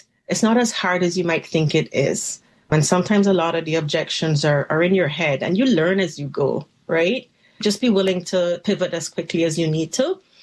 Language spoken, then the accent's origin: English; Jamaica; also born or lived in Ontario, Canada; now in Canada; No, not at all. actually born in Ontario, raised in Jamaica, and came back to Canada, I think maybe about 25 years ago.